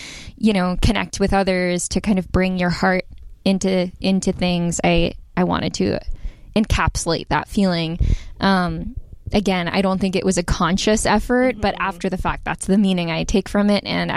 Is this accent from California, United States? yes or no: yes; Topanga Canyon, California, United States; I grew up in Topanga Canyon